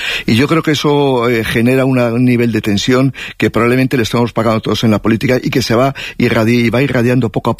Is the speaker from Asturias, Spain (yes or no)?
no; Madrid, Community of Madrid, Spain; yo soy de Madrid, mis padres son de Madrid, soy muy madrileño